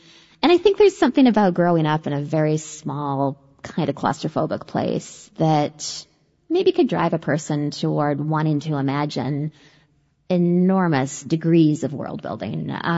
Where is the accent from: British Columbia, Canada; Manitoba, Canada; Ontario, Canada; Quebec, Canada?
British Columbia, Canada; Denman Island; born or raised there